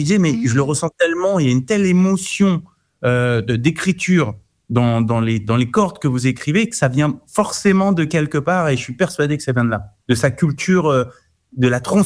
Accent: Paris, Île-de-France, France; Très enraciné en France, je suis un Parisien, vraiment je suis fier de l'être.

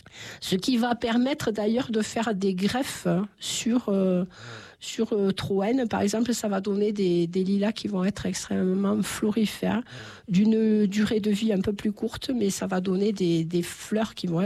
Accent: Nîmes, Occitanie, France; je suis originaire de Nîmes, hein

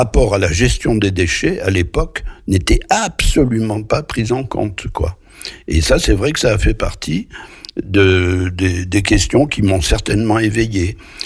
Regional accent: Luz-Saint-Sauveur, Occitanie, France; probablement mon enfance à Luce Saint-Sauveur

